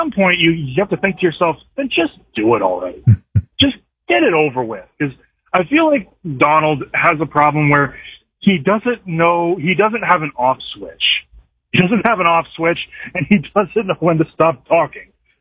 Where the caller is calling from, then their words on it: Moosomin, Saskatchewan, Canada; I'm from Mooseman, and you know, I'm 26 years old. I'm just your average guy working at a Ford dealer.